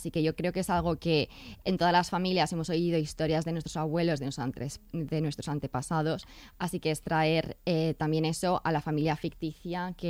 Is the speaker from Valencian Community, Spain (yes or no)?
yes; Aldaia, Valencian Community, Spain; moved away as an adult; now in United Kingdom; Hicimos una en Aldaya, de donde soy yo originalmente.